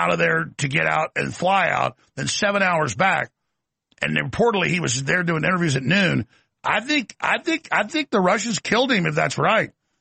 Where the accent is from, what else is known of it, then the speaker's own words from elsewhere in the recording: Dallas, Texas, United States; When I was a little kid growing up in Dallas, I loved it. You would hear the church bells ring.